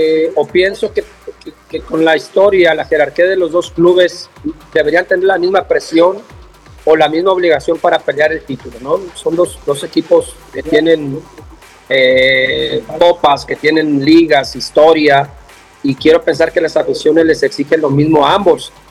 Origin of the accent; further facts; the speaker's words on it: Mexico; porque yo como mexicano, a mí me encanta que sobresalga este tipo de jugadores